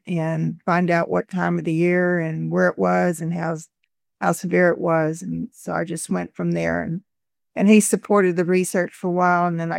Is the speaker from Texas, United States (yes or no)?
yes; Texas, United States; also born or lived in Louisiana; I came to Louisiana from Texas to take a job. I graduated with my PhD, so it was time to move on.